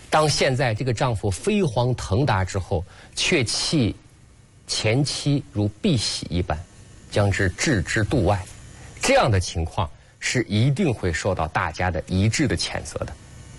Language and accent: Chinese; China; 我们中国人